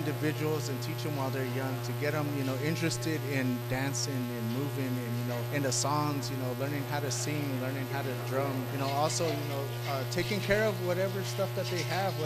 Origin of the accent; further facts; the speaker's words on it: Acoma Pueblo, New Mexico, United States; I am from the Pueblo of Acoma. I come from the Big Sun clan on my mother's side and the Little Turkey clan on my father's side.